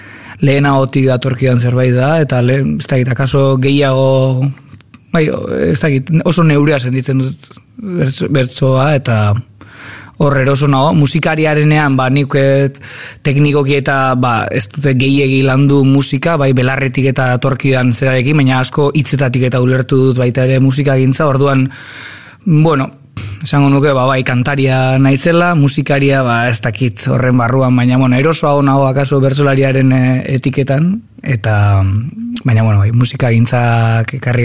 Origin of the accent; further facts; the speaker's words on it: Azpeitia, Basque Country, Spain; ni Azpeitiarra naiz, da nik ezagut 9 kuadrotan ezagutu nituen herriko 9 preso.